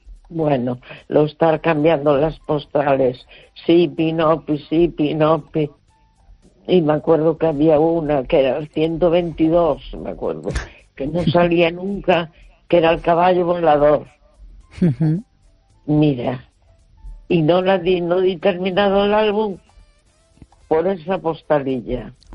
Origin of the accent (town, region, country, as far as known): A Coruña, Galicia, Spain